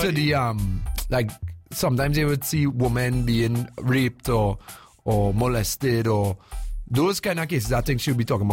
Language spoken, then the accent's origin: English; Arima, Trinidad & Tobago; I grew up in Malabar in Arima